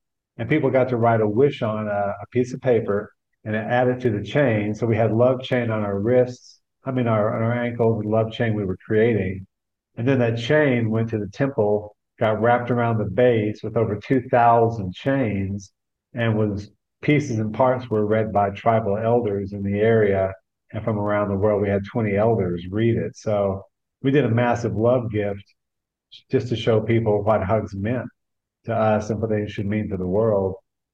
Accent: Texas, United States; Grew up in Texas, hence the name, or the moniker they gave me. And but grew up in small town Texas and was always the weird kid, the weird artist kid.

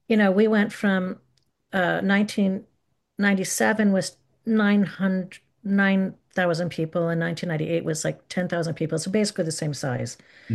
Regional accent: Montclair, New Jersey, United States; moved away; Yeah, I grew up in Montclair, which is near the Lincoln Tunnel.

